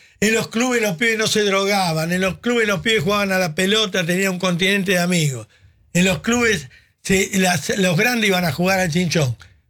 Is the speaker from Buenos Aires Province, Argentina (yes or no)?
yes; Béccar, Buenos Aires Province, Argentina; Yo me crié en el Club Social Becar con Guillermo Francella.